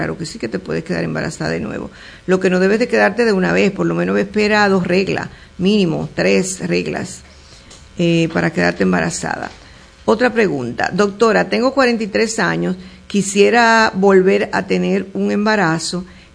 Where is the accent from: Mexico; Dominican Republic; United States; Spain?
Dominican Republic; porque somos dominicanos